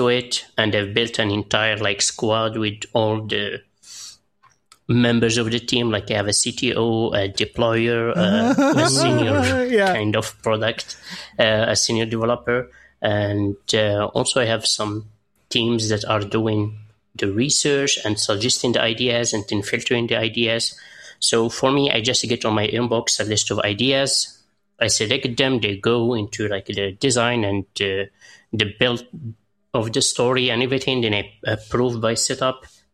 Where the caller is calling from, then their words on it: Morocco; I'm a listener from Morocco